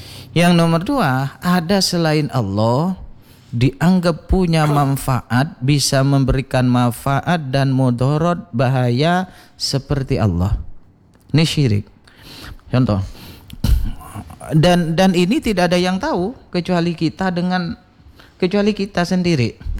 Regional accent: Madura, Indonesia; saya kan orang Madura.

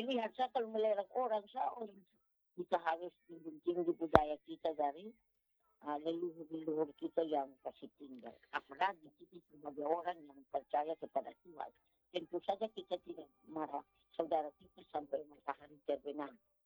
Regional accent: Eastern Indonesia, Indonesia; kami orang Timur

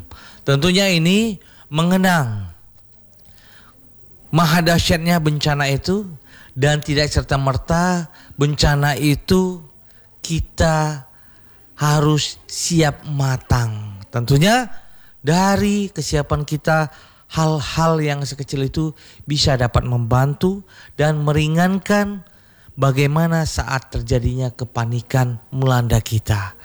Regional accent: Aceh, Indonesia; Tentunya kita Aceh sudah pernah kita rasakan bagaimana dahsyatnya tsunami Aceh 2004.

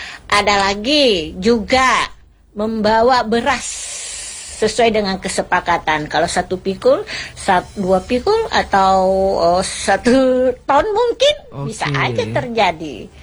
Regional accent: South Sulawesi, Indonesia; Kalau kami ini Bugis dulu yang masih saya ingat dari kecil-kecil itu selalu mengikuti, apalagi di kampung ya.

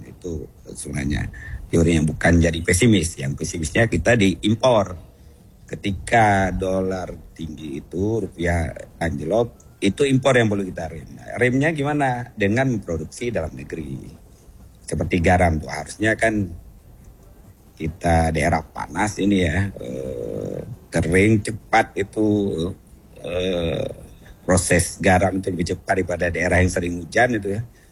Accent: Aceh, Indonesia; also born or lived in Jakarta; kita Aceh

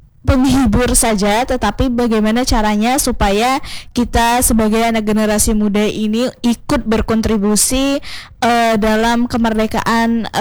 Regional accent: Tanjung Kemuning District, Bengkulu, Indonesia; moved away; Tepatnya di Kecamatan Tanjung Kemuning, nah, di desa saya sendiri

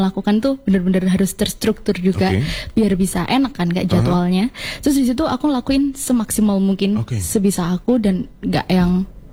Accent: Indonesia; karena di sini aku kan merepresentasikan negara Indonesia.

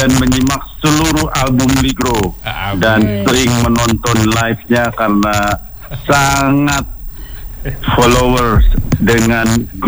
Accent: Tangerang, Banten, Indonesia; saya orang Banten, saya bukan orang Jakarta.

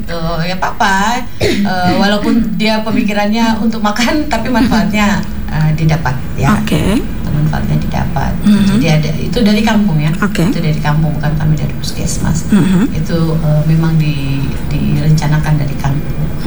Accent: Fakfak, West Papua, Indonesia; kita orang Fafak ini, Fafak ini suka musik.

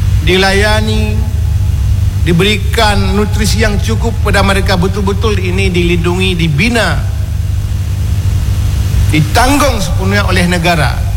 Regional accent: Aceh, Indonesia; perjuangan kita orang Aceh

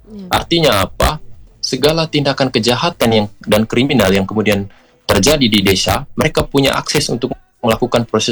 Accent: East Nusa Tenggara, Indonesia; Psikologi kita orang NTT itu apa yang disampaikan di sekolah itu lebih cepat diterima daripada apa yang disampaikan oleh orang tua

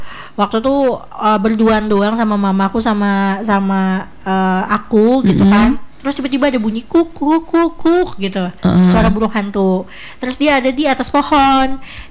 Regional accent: Banjarmasin, South Kalimantan, Indonesia; aku kan besar di Banjarmasin ya Jen, di Kalimantan.

